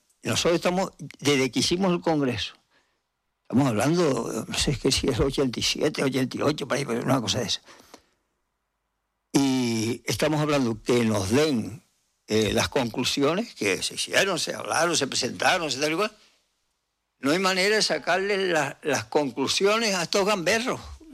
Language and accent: Spanish; Guatiza, Canary Islands, Spain; Está ahí al ladito de donde yo nací, ¿eh? En Guatiza.